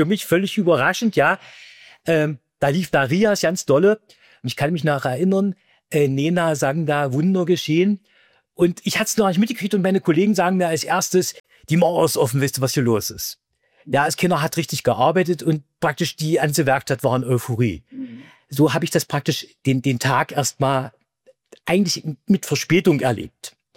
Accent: East Germany, Germany; Ich bin ja in der DDR groß geworden und der 9. November, da war ich 25 Jahre alt

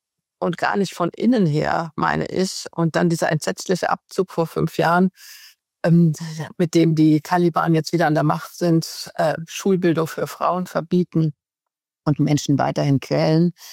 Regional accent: Germany; Einmal als Deutsche

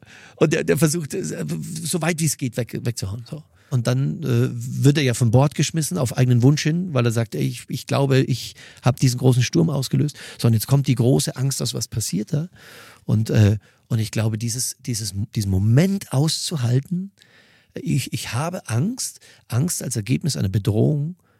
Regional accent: Mühldorf am Inn, Bavaria, Germany; ich habe evangelische Wurzeln und ich komme aus Mühldorf am Inn, da waren wir ganz, ganz in der Unterzahl

